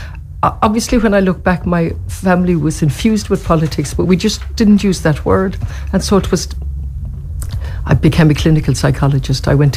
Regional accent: Galway, Connacht, Ireland; I came from Shantala, which was a local authority estate

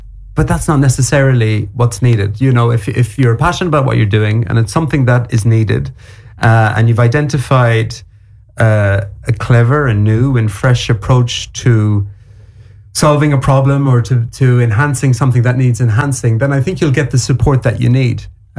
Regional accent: Kerry, Munster, Ireland; I'm from Kerry

